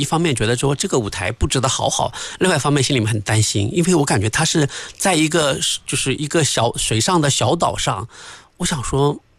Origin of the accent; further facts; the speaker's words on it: Jiangsu, China; 包括我们江苏人自己的网，我们自己江苏的网友们